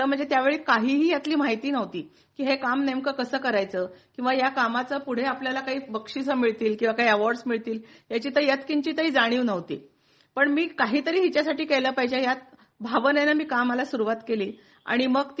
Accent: Karad, Maharashtra, India; moved away as an adult; now in Dhule, India; माझं माहेर कराड. मी कराडचे असल्यामुळं कृष्णा कोयनेच्या संगमावर माझं बालपण गेलं

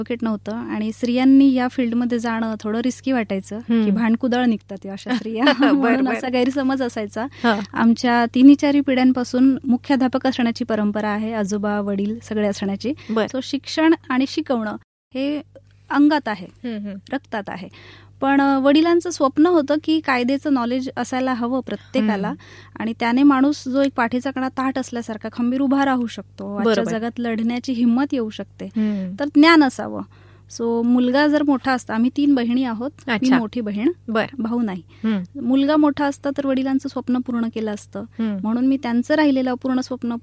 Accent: Chopda, Maharashtra, India; moved away as an adult; now in Yawal, India; मी मूळ खान्देश, जळगाव जिल्हा, यावल तालुक्यामध्ये. माझं सासर आणि चोपड्याचं माझं माहेर आहे.

